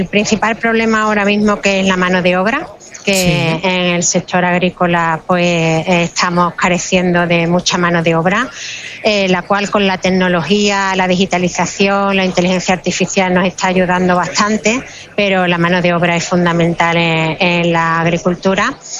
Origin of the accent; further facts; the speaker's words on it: Andalusia, Spain; reto es mostrarle al mundo los productos tan buenos y excelentes que tenemos en Andalucía, en España.